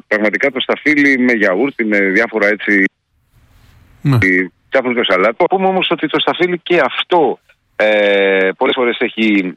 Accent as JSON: {"language": "Greek", "country": "Greece", "said": "η πατρίδα μας, η Ελλάδα"}